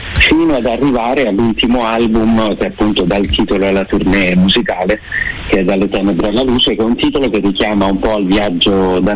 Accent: Rome, Lazio, Italy; Abbiamo scelto di ritornare a Roma, che è la mia città d'origine

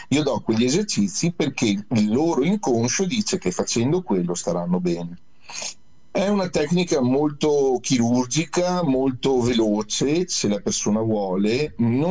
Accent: Villorba, Veneto, Italy; io sono di Villorba

